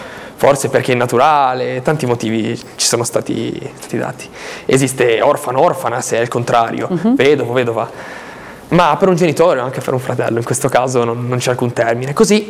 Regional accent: Albenga, Liguria, Italy; E prima il nostro comune di Albenga, noi siamo di Albenga … di Albenga

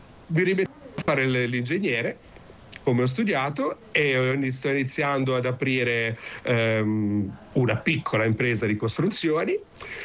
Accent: Savona, Liguria, Italy; now in Netherlands; Io sono dalle Fornaci a Savona, quindi una via sul mare.

